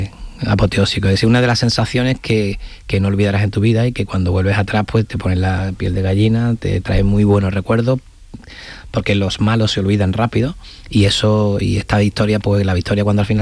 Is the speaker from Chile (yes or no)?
no; Seville, Andalusia, Spain; yo que soy de Sevilla, pues el estadio estaba lleno de muchos amigos